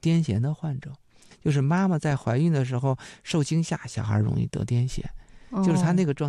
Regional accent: China; 我们中国人是很有文化

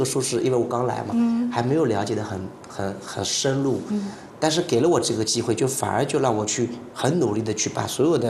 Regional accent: Shangyu, Zhejiang, China; 我又是上虞人

